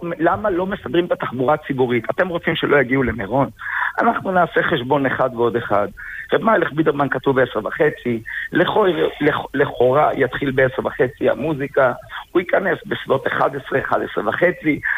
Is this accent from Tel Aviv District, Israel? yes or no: yes; Tel Aviv, Tel Aviv District, Israel; born there; moved away; אני תל אביבי במקור